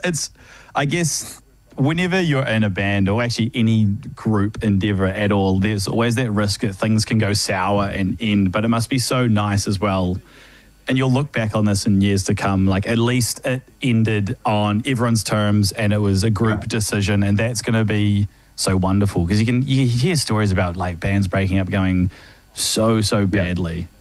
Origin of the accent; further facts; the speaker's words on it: New Zealand; now in Australia; I'm a Kiwi in Australia as well